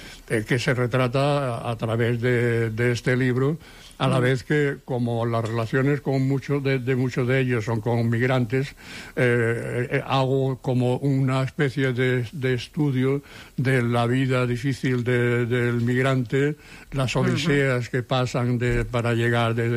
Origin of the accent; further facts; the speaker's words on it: Seville, Andalusia, Spain; now in Barcelona, Spain; cuando vinimos de Sevilla.